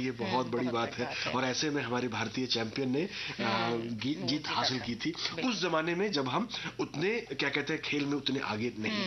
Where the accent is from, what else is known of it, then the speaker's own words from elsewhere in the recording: Jharkhand, India; मेरा जो है ना घर रचना वो संथाल परगना में है। वहां पे हमारे गांव में एक जगह है भगैया